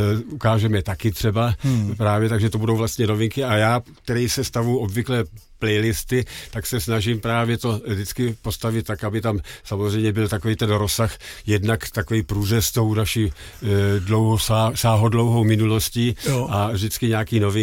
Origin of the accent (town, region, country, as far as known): Karlovy Vary, Karlovy Vary Region, Czechia; born or raised there; accent: Karlovy Vary; also born or lived in Velké Losiny